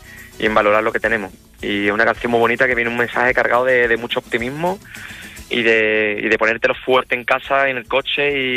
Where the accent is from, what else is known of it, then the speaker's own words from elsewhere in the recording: Huelva, Andalusia, Spain; now in El Palmar, Cádiz, Spain; Voy a mi tierra, a mi Huelva, que la amo. Paimogo, que es un pueblo maravilloso